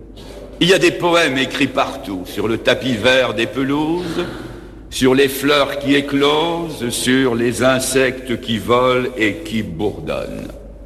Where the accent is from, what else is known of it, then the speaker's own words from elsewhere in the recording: Belgium; Moi je viens d'un petit pays qui est grand comme deux mouchoirs de poche.